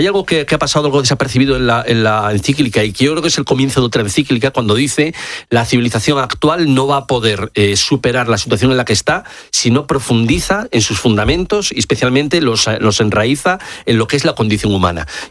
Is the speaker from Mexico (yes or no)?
no; Spain; Nuestra identidad como españoles, sobre todo, viene de esas migraciones que han atravesado nuestro país.